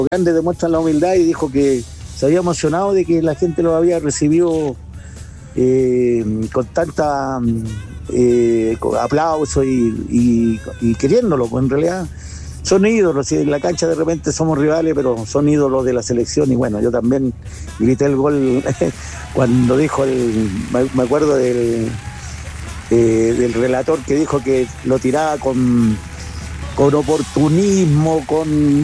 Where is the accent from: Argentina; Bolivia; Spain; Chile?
Chile; Calama, Antofagasta; yo soy de Cobreloa y soy de Calama